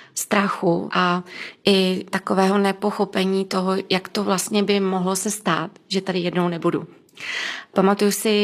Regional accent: Duchcov, Ústí nad Labem Region, Czechia; blízko města, kde bydlím, já jsem z Duchcova

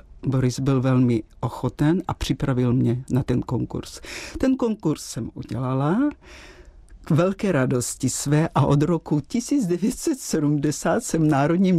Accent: Uzhhorod, Zakarpattia Oblast, Ukraine; Czech is a second language; moved away as an adult; also born or lived in Kyiv; now in Prague, Czech Republic; já pocházím z Podkarpatské Rusy. Za první republiky to bylo v podstatě, patřilo k Československu, Podkarpatská Rus. Já jsem žila v Užhorodě s rodinou a maminka se provdala za Čecha

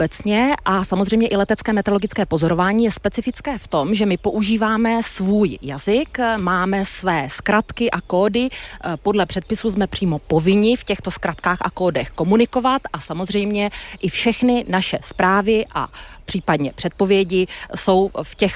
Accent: Holešov, Zlín Region, Czechia; pocházím z plachtařské rodiny a strávila jsem své dětství na letišti v Holešově

